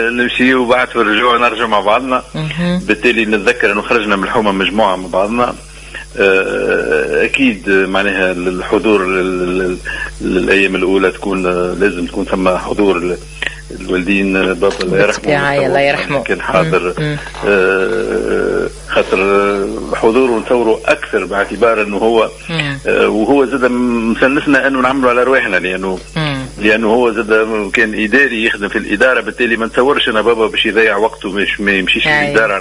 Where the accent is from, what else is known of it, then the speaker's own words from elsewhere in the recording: Tunis, Tunis Governorate, Tunisia; لأن أنا ولدت في الجنوب، لكن شاءت الأقدار نجي عمري تقريبا 5 سنوات في تونس العاصمة، وقريت في تونس العاصمة